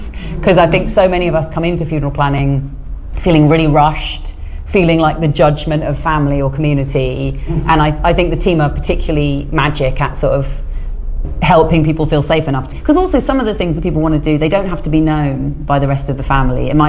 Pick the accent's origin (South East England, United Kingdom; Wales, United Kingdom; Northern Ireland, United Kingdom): South East England, United Kingdom; Isle of Wight; I grew up on the Isle of Wight.